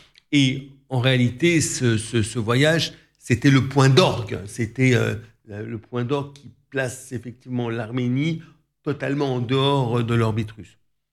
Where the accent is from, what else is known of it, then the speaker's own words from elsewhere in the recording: France; moi, en tant que Français d'origine arménienne